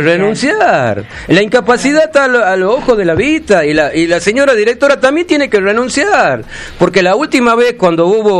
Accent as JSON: {"language": "Spanish", "region": "Tucumán", "country": "Argentina"}